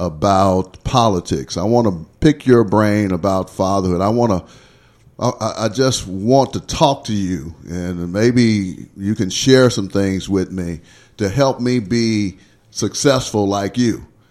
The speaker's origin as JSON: {"language": "English", "town": "Berkeley", "region": "California", "country": "United States", "tie": "born or raised there", "also_born_or_lived": "Arkansas", "said": "I grew up in Berkeley, but in 65, 66, we moved back to Arkansas and ended up going to a school that was just integrating that year."}